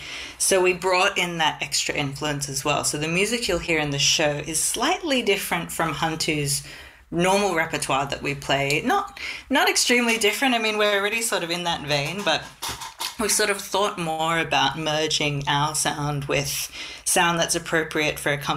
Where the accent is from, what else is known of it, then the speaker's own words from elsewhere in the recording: Malaysia; being Indian Malaysian myself.